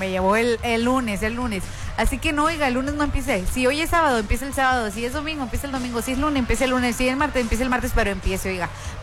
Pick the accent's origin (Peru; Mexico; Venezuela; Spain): Mexico; los mexicanos somos bien mentirosos.